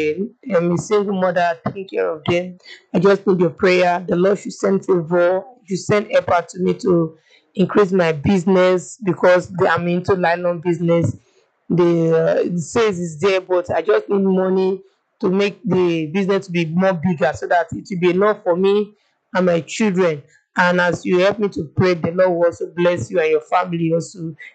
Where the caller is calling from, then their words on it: Ogun, Nigeria; Good morning, Pastor. I'm from Ogun State.